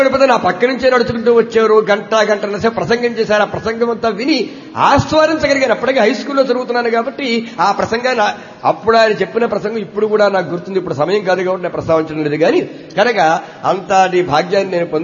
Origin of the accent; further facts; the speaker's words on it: East Godavari district, Andhra Pradesh, India; మా స్వగ్రామం తూర్పుగోదావరి జిల్లా ఏడిద ప్రక్కనే మెండపాట